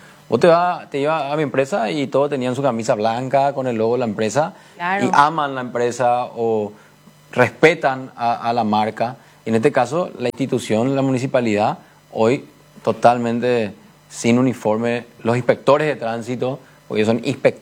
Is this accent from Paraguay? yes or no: yes; Asunción, Paraguay; yo, antes que ser colorado, soy asunceno primero. Siempre para mí Asunción va a estar primero.